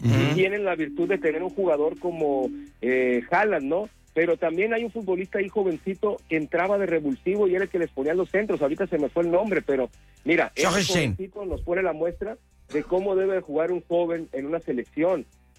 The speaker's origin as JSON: {"language": "Spanish", "country": "Mexico", "said": "a lo que somos, a los mexicanos"}